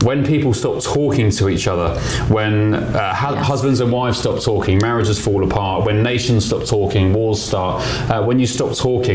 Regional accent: United Kingdom; moved away as an adult; now in Washington, D.C., United States; as a Brit here living in DC since September

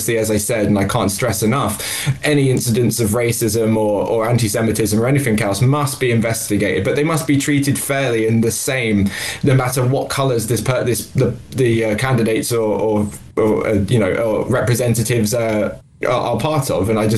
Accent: United Kingdom; Well, I can speak also as a British Jew.

